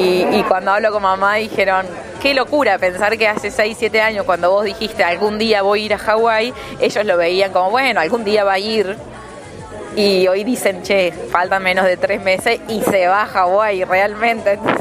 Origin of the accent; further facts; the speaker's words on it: Levalle, Córdoba, Argentina; now in Río Cuarto, Argentina; Sí, en realidad en Río Cuarto hace más de 14 años que estoy. Pero bueno, siempre nunca sentí que me fui de Levalle